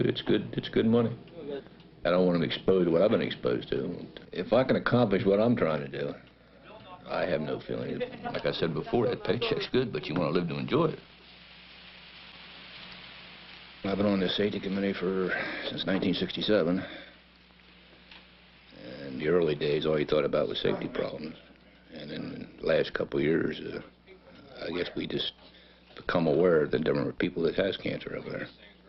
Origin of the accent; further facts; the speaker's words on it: Carmel, United States; born there; I was born in Carmel on the 30th of January, 37. My dad, he's all born and raised in Carmel.